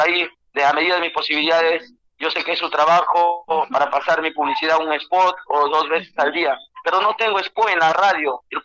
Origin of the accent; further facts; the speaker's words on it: Tucumé, Lambayeque, Peru; cariño y consideración a mi pueblo de Tucumán